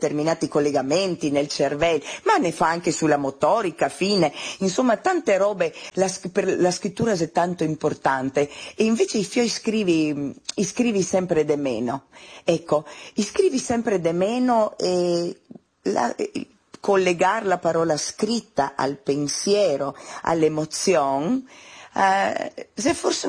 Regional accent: Istria County, Croatia; accent: Istro-Venetian; il nostro dialetto istroverde

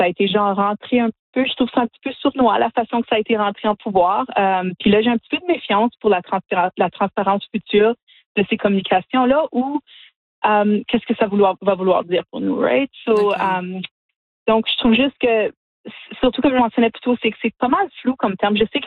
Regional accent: Sudbury, Ontario, Canada

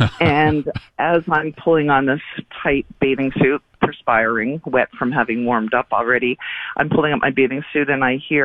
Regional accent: Pointe-Claire, Quebec, Canada; I was very, very, very pleased to be able to compete in my hometown.

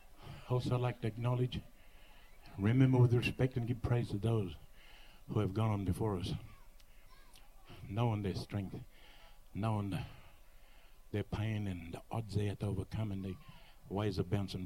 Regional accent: northern New South Wales, southern Queensland, Australia; I'm from the Kamilaroi Nation, the Gomeroi Nation, which is northern New South Wales, southern Queensland.

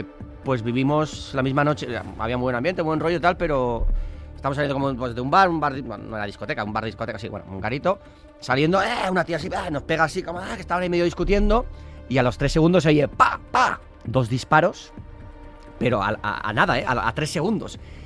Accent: San Sebastián, Basque Country, Spain

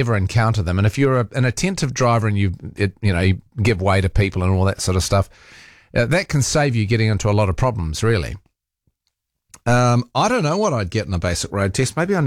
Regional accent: Rotorua, Bay of Plenty, New Zealand; now in Auckland, New Zealand; For an Aucklander, I mean, I grew up in Rotorua where we used to have some bitter frosts.

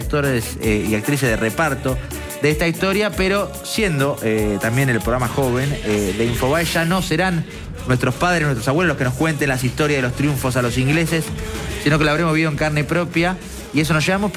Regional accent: Argentina

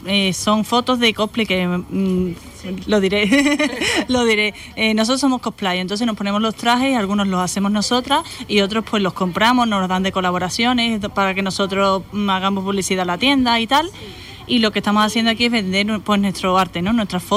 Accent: Seville, Andalusia, Spain

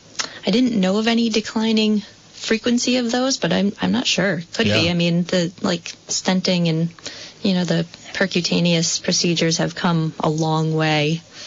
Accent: Connecticut, United States; also born or lived in Washington State; now in Vermont, United States; I grew up in Connecticut.

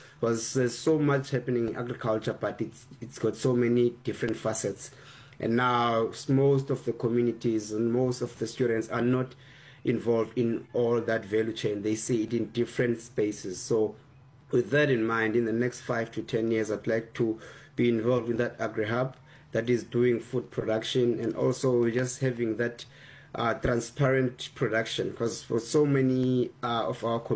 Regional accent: Eastern Cape, South Africa; growing up in Eastern Cape, being involved in somewhat of an agriculture.

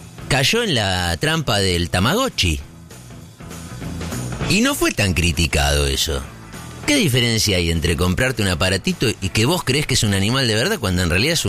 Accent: Argentina; soy argentino, porque me crié así

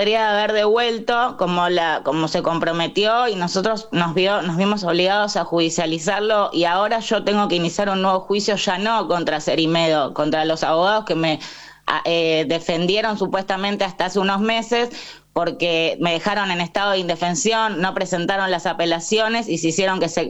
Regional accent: Argentina; A mí como argentina

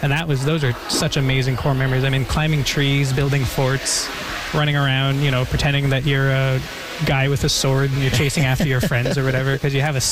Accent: Île-à-la-Crosse, Saskatchewan, Canada; After living in Saskatoon, I realized it was just pure magic. I mean, it was, you could, at the drop of a hat, in 5 minutes, I could go to the beach and I'd be swimming in a lake that is fresh, pure, clean water.

